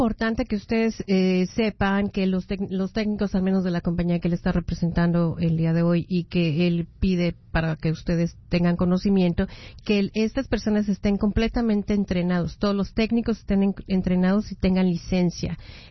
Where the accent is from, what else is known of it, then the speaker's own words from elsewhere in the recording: Mexico; como soy bien mexicana y brava como soy, ya me conocen ustedes